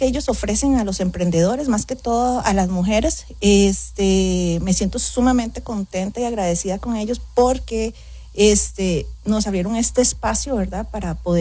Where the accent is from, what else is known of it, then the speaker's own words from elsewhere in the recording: Costa Rica; bueno, yo soy de Costa Rica y pues gracias a Dios tenemos la ventaja, podría decirlo así, de tener o de albergar muchos turistas, ¿verdad?, en nuestro país.